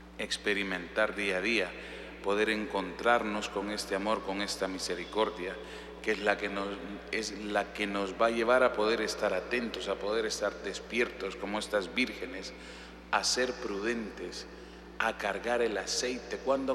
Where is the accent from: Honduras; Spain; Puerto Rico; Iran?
Honduras; como normalmente somos los hondureños